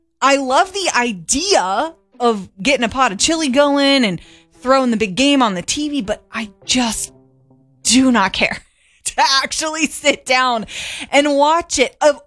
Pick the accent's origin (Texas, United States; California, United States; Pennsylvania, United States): Pennsylvania, United States; now in Ohio, United States; I grew up in Steelers country, and it was like when they were really good, so it was kind of a big deal. And then now living in Ohio